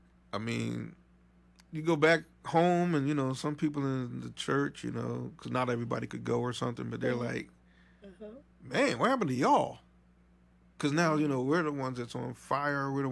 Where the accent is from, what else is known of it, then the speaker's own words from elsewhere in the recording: Pennsylvania, United States; we're from Pennsylvania.